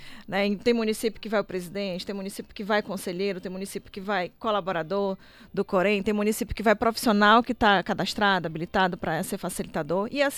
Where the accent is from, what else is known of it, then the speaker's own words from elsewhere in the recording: North Region, Brazil; Eu sou bem bairrista, né? Eu sou nortista e eu levo, né, a mensagem do norte para onde eu vou.